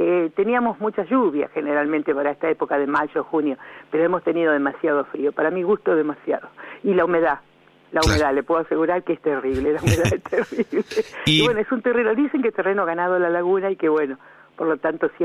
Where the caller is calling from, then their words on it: Chascomús, Buenos Aires Province, Argentina; y soy de Chascomús